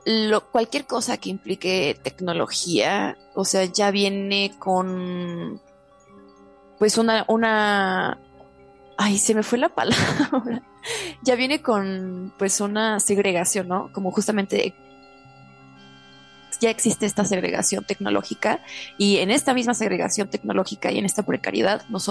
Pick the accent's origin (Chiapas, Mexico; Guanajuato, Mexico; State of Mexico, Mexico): State of Mexico, Mexico; Nezahualcóyotl; Nezahualcóyotl, sobre el municipio en el que yo crecí